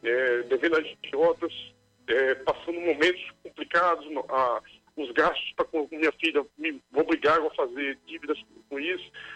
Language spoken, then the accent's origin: Portuguese; Recife, Pernambuco, Brazil; now in Brasília, Brazil; minha mãe é de Recife, eu sou de Recife também, mas estou em Brasília, tá, nesse momento, né?